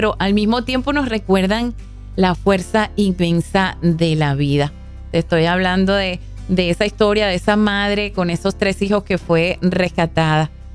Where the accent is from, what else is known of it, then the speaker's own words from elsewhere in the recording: Venezuela; lo sucedido en Venezuela, en mi país.